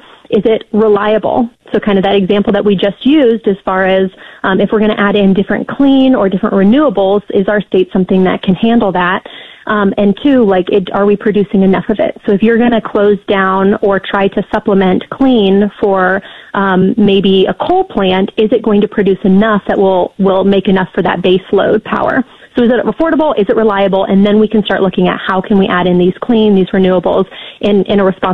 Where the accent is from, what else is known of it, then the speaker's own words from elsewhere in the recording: Ohio, United States; And I use the example, I'm from Ohio.